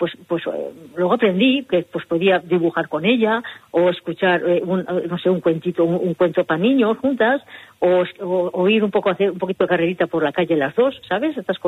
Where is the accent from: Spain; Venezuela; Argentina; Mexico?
Spain; San Sebastián, Basque Country; Yo le llamo Biblioteca Juan San Martín, yo no conozco, soy de Donosti.